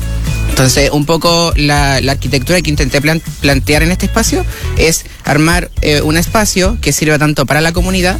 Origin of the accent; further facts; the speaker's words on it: Chile; Sí, latinoamericanos, pero claro, soy el único chileno, y claro, venir desde una localidad alejada que nadie conoce y mostrar y llegar hasta este país